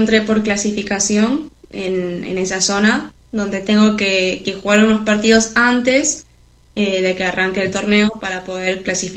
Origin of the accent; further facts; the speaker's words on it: Luján, Buenos Aires Province, Argentina; born there; un colegio que está en Luján